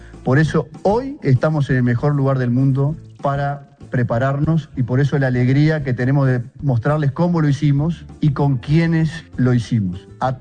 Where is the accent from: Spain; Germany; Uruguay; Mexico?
Uruguay; Canelones; Somos uruguayos, pero somos canarios, y para nosotros eso también es fuente de orgullo